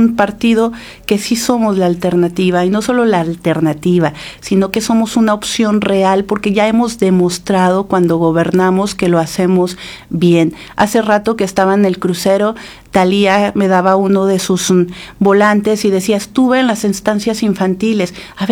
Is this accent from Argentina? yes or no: no; Mexico; como mexicanos nos dimos para autogobernarnos